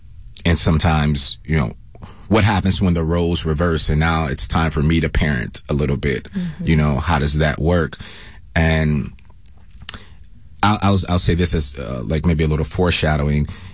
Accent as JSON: {"language": "English", "region": "England", "country": "United Kingdom", "said": "Listen, I'm an English guy."}